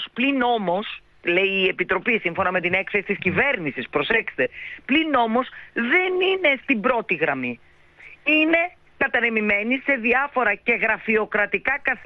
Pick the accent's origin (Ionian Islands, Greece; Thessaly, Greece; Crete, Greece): Thessaly, Greece; Αυτή τη στιγμή δεν έχει αποκατασταθεί ο τόπος μου